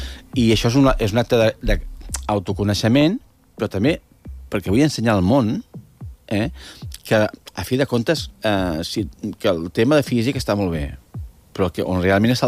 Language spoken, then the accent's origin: Catalan; Catalonia, Spain; igual, jo soc catalana.